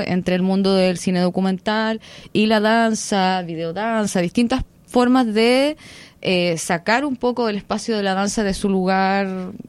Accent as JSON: {"language": "Spanish", "country": "Chile", "said": "yo vengo de Chile"}